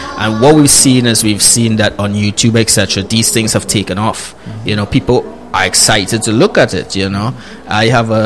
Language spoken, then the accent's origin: English; Trinidad & Tobago; I'm Trinidadian.